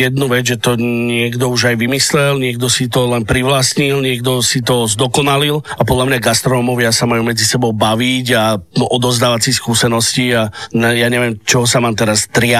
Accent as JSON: {"language": "Slovak", "town": "Trenčín", "region": "Trenčín Region", "country": "Slovakia", "also_born_or_lived": "Dominican Republic / Argentina / Uruguay / Tenerife", "moved": "as an adult", "said": "ten Trenčín, odkiaľ som, bude taká centrála, kde bývam"}